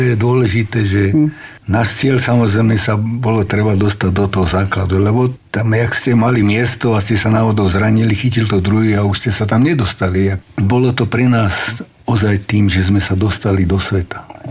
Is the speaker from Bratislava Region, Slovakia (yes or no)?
no; Topoľčany, Nitra Region, Slovakia; a ja osobne pochádzam z Topolčan a v Topolčanoch sa veľmi dobre robilo a ešte aj dneska sa robí s mládežou.